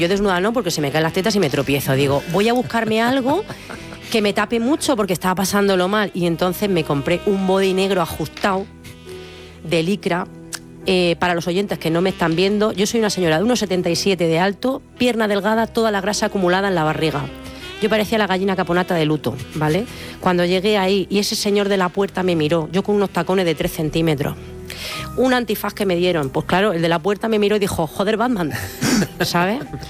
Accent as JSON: {"language": "Spanish", "town": "Bilbao", "region": "Basque Country", "country": "Spain", "said": "pero yo soy de Bilbao, no podía reculear, ¿sabes?"}